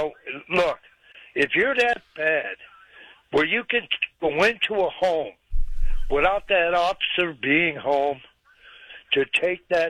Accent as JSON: {"language": "English", "region": "Massachusetts", "country": "United States", "tie": "born or raised there", "moved": "as an adult", "said": "I grew up down there in the Berkshires. So I was, you know, around the V barracks."}